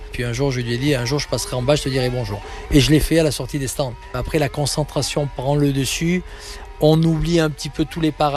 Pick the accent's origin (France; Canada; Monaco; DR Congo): Monaco; Quand on est monégasque et qu'on a la chance de pouvoir participer au Grand Prix, ça reste quelque chose qui est unique